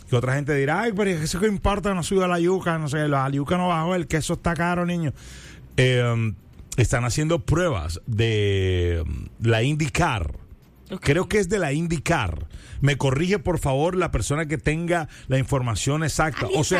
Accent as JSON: {"language": "Spanish", "country": "Colombia", "said": "Yo como colombiano"}